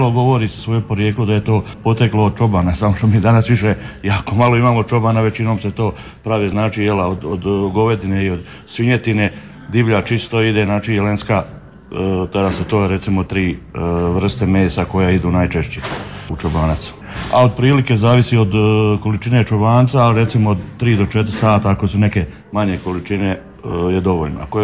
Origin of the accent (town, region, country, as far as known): Slavonia, Croatia